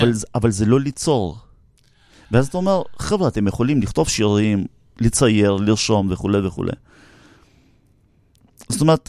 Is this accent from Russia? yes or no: yes; Russia; now in Israel; אני מגיע מרוסיה הסובייטית